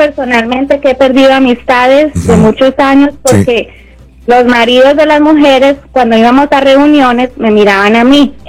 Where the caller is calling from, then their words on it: Medellín, Antioquia, Colombia; Yo soy de Medellín, Colombia.